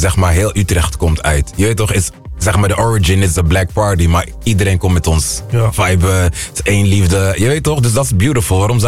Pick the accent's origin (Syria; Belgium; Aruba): Aruba; born there; Ik ben op Aruba geboren, maar ik noem mijzelf altijd Afrikaan.